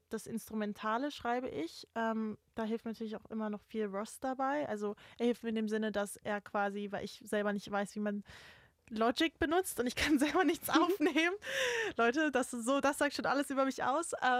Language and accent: German; Switzerland; now in United Kingdom; ich bin ja deutsche Griechin, aufgewachsen in der Schweiz, lebt jetzt in England.